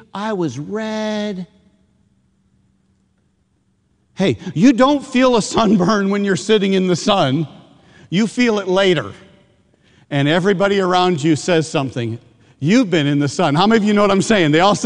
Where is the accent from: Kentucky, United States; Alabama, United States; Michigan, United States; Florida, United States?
Michigan, United States; And then I'm thinking to myself, I'm from Michigan. I don't remember putting sunscreen on.